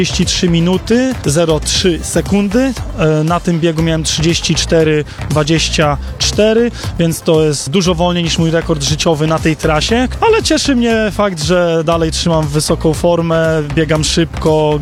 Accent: Olsztyn, Warmian-Masurian Voivodeship, Poland; born there; jestem mieszkańcem, urodziłem się tutaj w Olsztynie

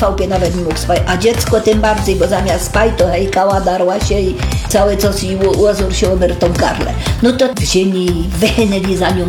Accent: Silesian Voivodeship, Poland; bo u nas w Justynie to tak, do Skrzytnia jest daleko

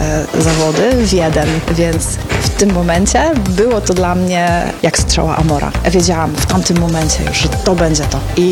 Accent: Wrocław, Lower Silesian Voivodeship, Poland; Ogólnie jestem z Wrocławia i z klasą byliśmy w Panoramie Racławickiej.

